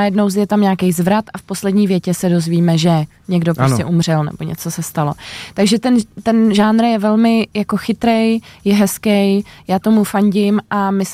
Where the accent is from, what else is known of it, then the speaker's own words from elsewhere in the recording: Prague, Czechia; moved away as an adult; now in near Prague (Roztoky area), Czechia; Já jsem celoživotně Praha 6.